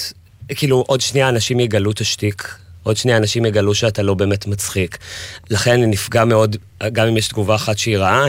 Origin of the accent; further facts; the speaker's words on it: Jerusalem, Jerusalem District, Israel; אני ירושלמי